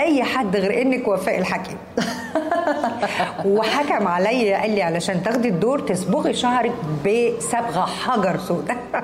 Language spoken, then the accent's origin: Arabic; Egypt; إني وشي مصري عربي قوي.